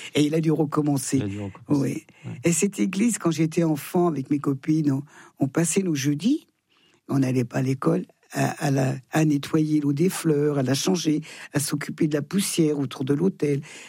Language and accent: French; Thonon-les-Bains, Auvergne-Rhône-Alpes, France; born there; Je suis née à Thonon.